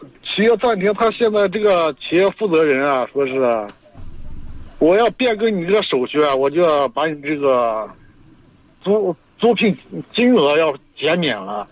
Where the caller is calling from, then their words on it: China; 我是香宁的。